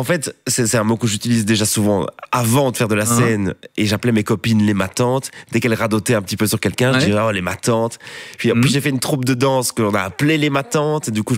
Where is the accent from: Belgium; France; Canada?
Belgium; Ath, Wallonia; accent: eastern Ath accent; Mais non, moi je suis de Hattin. Moi, je suis mais Hattin, on a plusieurs accents. L'accent de l'Est et l'accent de l'Ouest. Et moi, j'ai l'accent de l'Est.